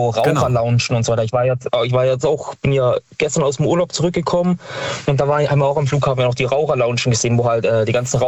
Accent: Stuttgart, Baden-Württemberg, Germany; Okay, bei uns in Stuttgart an den Haltestellen ist ja eh, wer mit der S-Bahn fährt und so weiter

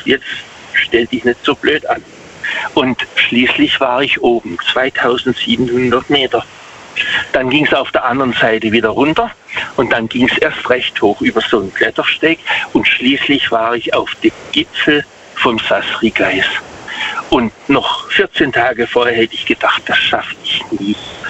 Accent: Waghäusel, Baden-Württemberg, Germany; Also ich komme aus Waghäusel.

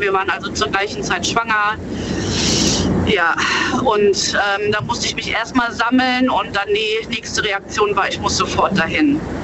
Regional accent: Hennef, North Rhine-Westphalia, Germany; Hennef. Ich komme aus Hennef.

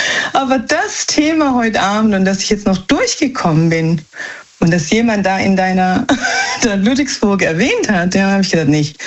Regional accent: Naples, Campania, Italy; aber wir sind eigentlich Italiener, also aus Neapel, wir stammen aus Neapel.

